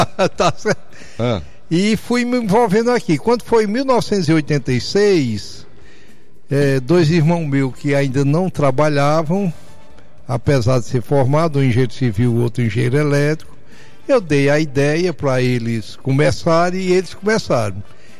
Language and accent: Portuguese; Fortaleza, Ceará, Brazil; moved away as an adult; Eu sou cearense, nascido em Fortaleza